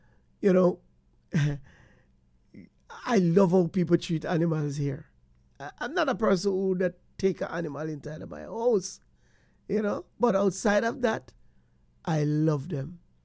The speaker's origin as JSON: {"language": "English", "town": "Portland Cottage", "region": "Clarendon Parish", "country": "Jamaica", "tie": "born or raised there", "said": "You know, I remember back in the days when I was growing up in Portland Cottage in Jamaica."}